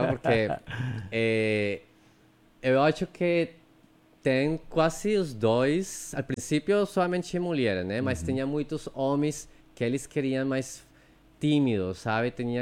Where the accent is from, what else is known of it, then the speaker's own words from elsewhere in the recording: Leticia, Amazonas, Colombia; Olha, eu cresci aqui na Letícia, estudei no colégio Inem, mas depois eu saí daqui do Amazonas com muitos sonhos, quando eu estava criança, né?